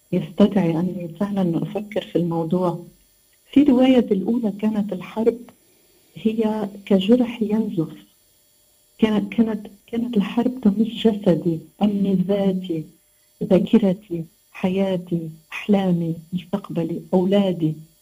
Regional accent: Lebanon; now in Paris, France; أنا بلدتي تطل على البحر في لبنان، تربيت بروحية منفتحة في المكان. هناك الكثير من الطوائف والمجتمعات المختلفة

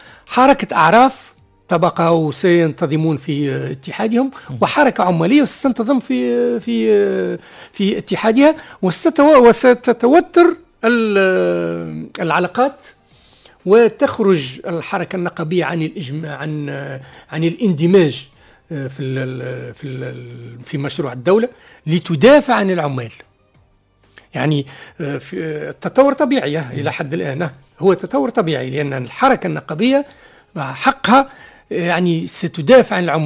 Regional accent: Tunisia; عندنا في تونس

